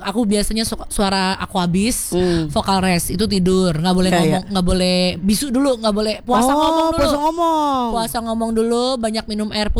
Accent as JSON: {"language": "Indonesian", "town": "Surabaya", "region": "East Java", "country": "Indonesia", "said": "Saya aslinya Surabaya. Orang Jawa saya."}